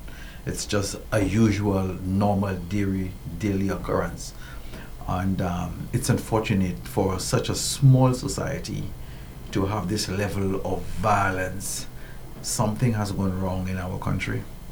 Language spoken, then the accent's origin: English; Babonneau, St. Lucia; By way of just an ordinary St. Lucian and community person, I grew up in Babano.